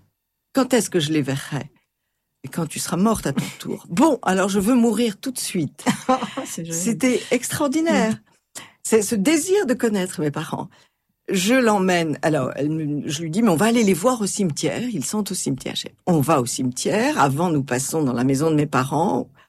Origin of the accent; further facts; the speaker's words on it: Marseille, Provence-Alpes-Côte d'Azur, France; que leur maman est marseillaise et pied-noir.